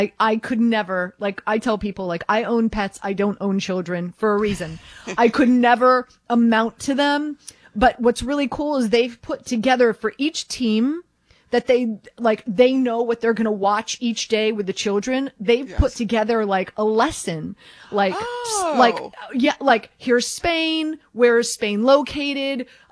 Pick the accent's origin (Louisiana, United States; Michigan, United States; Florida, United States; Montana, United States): Florida, United States; Miami; Well, I'm born and raised in Miami.